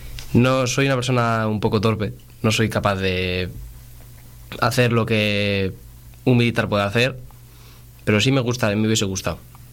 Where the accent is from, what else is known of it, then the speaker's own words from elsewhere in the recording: Maliaño, Cantabria, Spain; Yo soy de Maliaño.